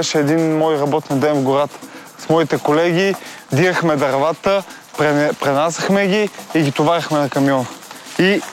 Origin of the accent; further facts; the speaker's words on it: Vratsa, Vratsa Province, Bulgaria; в моя роден град Враца, там има Балкан